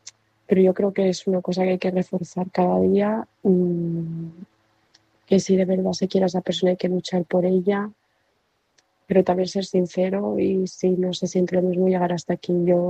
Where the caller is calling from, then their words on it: Barcelona, Catalonia, Spain; Yo soy … de Barcelona